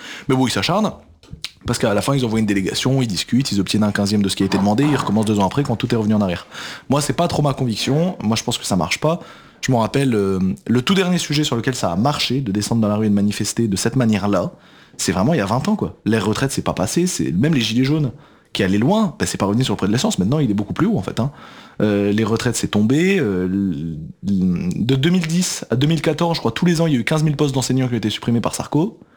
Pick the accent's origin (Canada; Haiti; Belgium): Belgium; now in Paris, France